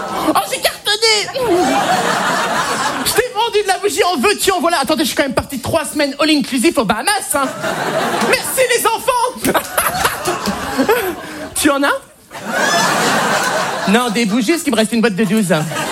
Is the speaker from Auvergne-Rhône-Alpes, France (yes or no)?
no; Hauts-de-France, France; chez moi dans le Nord, c'est une tradition